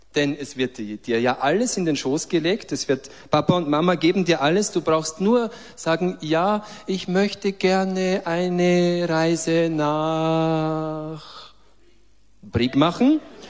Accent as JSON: {"language": "German", "region": "Styria", "country": "Austria", "said": "Ich bin ja Steirer."}